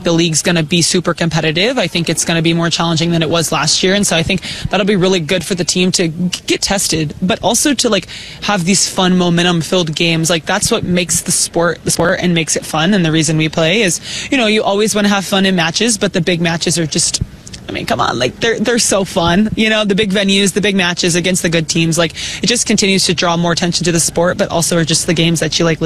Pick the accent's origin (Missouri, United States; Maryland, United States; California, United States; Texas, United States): Texas, United States; I mean, you have Texas fans there. I'm from Texas. I know what that looks like.